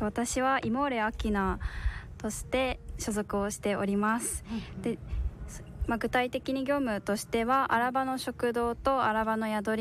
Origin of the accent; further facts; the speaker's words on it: Kanagawa, Japan; 私が神奈川出身です。